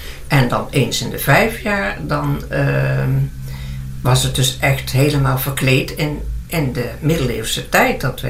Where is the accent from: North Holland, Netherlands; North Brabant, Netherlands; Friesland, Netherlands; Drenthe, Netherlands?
North Brabant, Netherlands; 's-Hertogenbosch; born there; Ja, ik ben in Den Bosch geboren. Bossenbol.